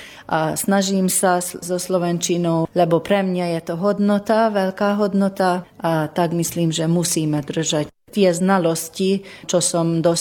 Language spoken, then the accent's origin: Slovak; Lucina, Nógrád, Hungary; Moja rodná dedina je Lucina, slovenská národnostná dedina tu na Maďarsku. A moja celá rodina rozumie, hovorí po slovensky.